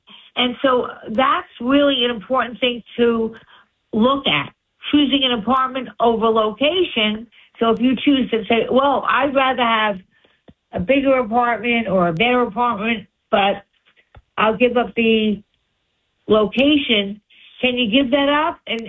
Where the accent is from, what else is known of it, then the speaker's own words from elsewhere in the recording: Long Island, New York, United States; moved away as an adult; now in New York City, United States; I was from Long Island